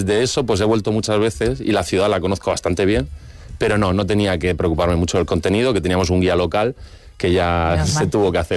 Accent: Cartagena, Region of Murcia, Spain; Cartagena no es una ciudad tan monumental como esas otras que he nombrado, evidentemente ni lo somos ni lo seremos

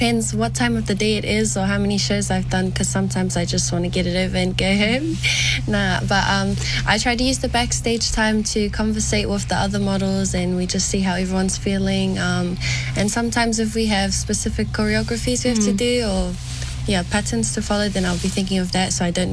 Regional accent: New Zealand; born there; I'm 18 years old and I was born in New Zealand, but we come from the villages, the islands of Aitutaki and Rarotonga.

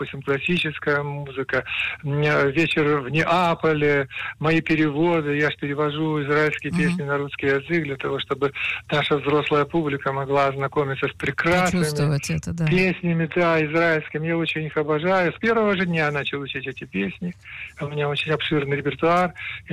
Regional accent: Ukraine; Я сам с Украины.

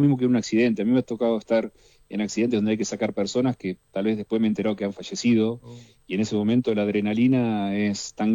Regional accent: Tandil, Buenos Aires Province, Argentina; yo soy de Tandil.

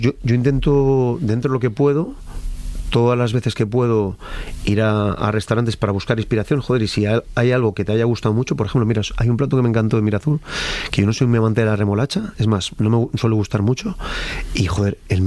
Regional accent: Madrid, Community of Madrid, Spain; y mira que no soy de Atleti, soy de Madrid

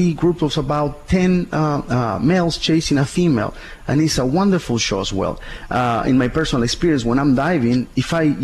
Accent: Mexico; now in Riviera Nayarit, Mexico; I was born and raised in Baja, but you know, my whole life I've been traveling around the world, and this being the hometown of my family, I end up living here for the last 12-15 years

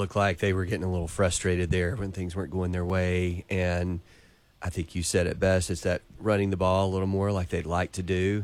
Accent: Bradley County, Tennessee, United States; I mean, I grew up in Bradley County. Bradley-Cleveland was always a huge rivalry as well

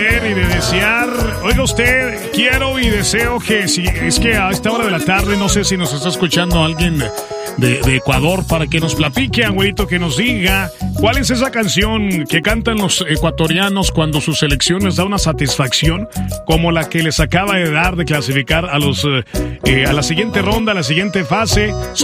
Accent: Mexico; en el caso de nosotros, los mexicanos

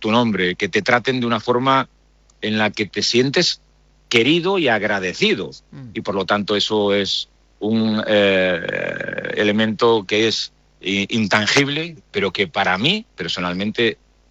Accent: Galicia, Spain; born there; tengo la suerte de estar en mi pueblo, en Galicia

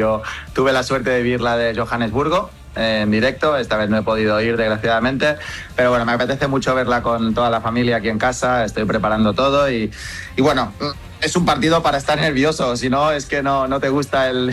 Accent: Spain; Y el fútbol es como buen español es el deporte rey.

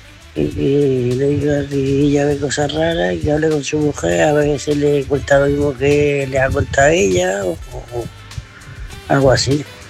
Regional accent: Murcia, Region of Murcia, Spain; de Murcia, corresponsal de Murcia

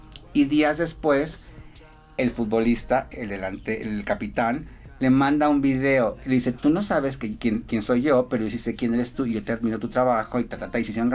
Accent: Michoacán, Mexico; Pero amo mi tierra, amo México, amo Michoacán, mi corunda, mis suchepos, mi aporreadillo, todo eso.

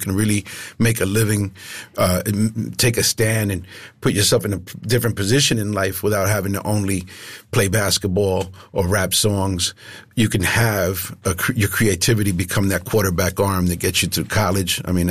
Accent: New York, United States; moved away; I'm a transplant from New York.

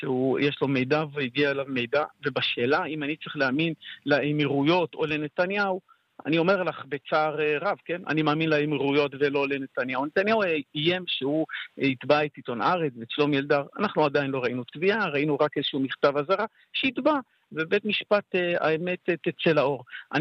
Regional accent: Beit She'an, Northern District, Israel; בית שאן זה הבית, זה תבנית נוף מולדתי, שם ביתי, כאן נולדתי, הייתי פה ראש עירייה, חבר מועצת עיר 23 שנים ו5 שנים ראש עיר

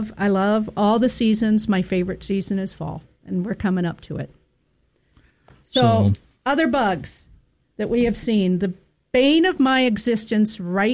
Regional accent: Baltimore, Maryland, United States; moved away; I grew up with on the East Coast in Baltimore

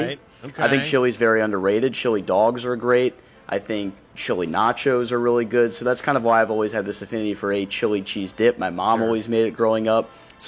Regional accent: Maryland, United States; Yep, and I grew up in Maryland

